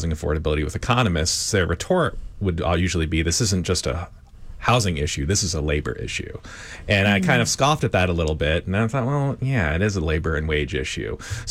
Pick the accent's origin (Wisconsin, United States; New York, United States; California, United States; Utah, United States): New York, United States; now in Houston, United States; I'm from the New York metro area originally